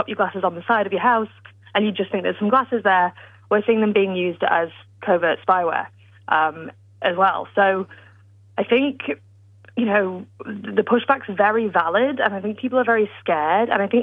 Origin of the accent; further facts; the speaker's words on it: United Kingdom; accent: British; now in Australia; I'm British, as you can tell by my accent